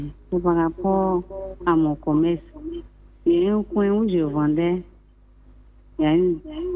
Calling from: Abidjan, Côte d’Ivoire; Je suis de Yopougon ici.

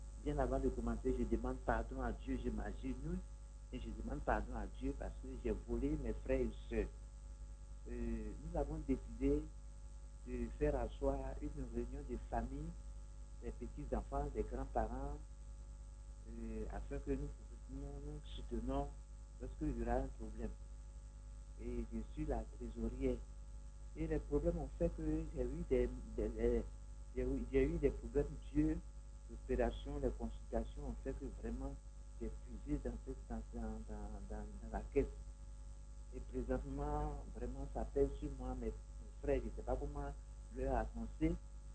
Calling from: Abidjan, Côte d’Ivoire; J'appelle d'Abobo.

